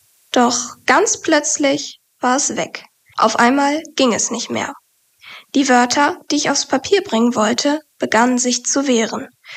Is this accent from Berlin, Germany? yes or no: no; Essen, North Rhine-Westphalia, Germany; born there; ich bin 20 Jahre alt. Ich komme gebürtig aus Essen und studiere in Bochum.